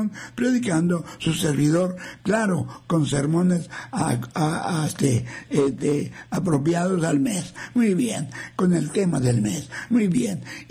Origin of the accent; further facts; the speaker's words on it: Mexico; como mexicanos darle gracias a Dios por el 16 de septiembre.